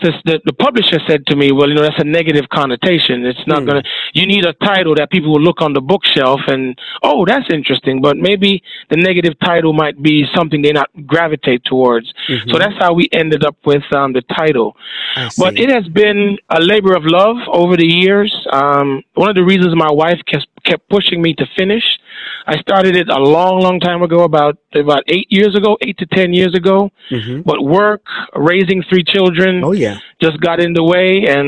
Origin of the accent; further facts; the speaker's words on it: Jamaica; moved away; growing up in Jamaica